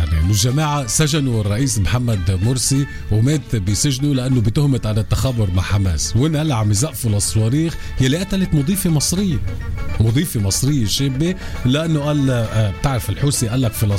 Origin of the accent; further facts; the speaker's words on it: Lebanon; يعني جمال شعيب العامل بقناة المنار الإرهابية عندنا بلبنان